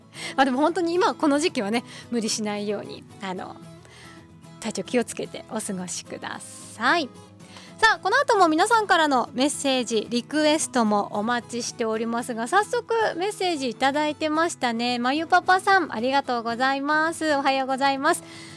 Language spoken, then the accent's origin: Japanese; Ishinomaki, Miyagi, Japan; accent: Tohoku dialect (Ishinomaki area); なんかそれがもう普通なので、息子にとってはだいぶなんかこう方言というか東北弁というか、ここら辺のね、石巻地域の言葉がなんか馴染んできたというか